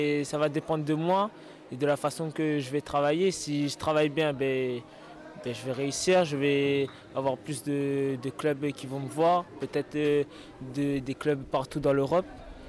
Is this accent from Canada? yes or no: no; Réunion, France; Bonjour à tous … j'ai 15 ans et je viens de La Réunion.